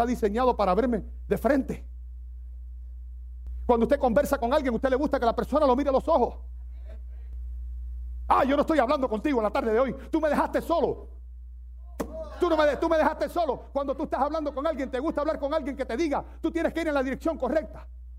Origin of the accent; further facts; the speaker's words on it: Cuba; moved away as an adult; now in United States; yo soy cubano, viví 20 años allí.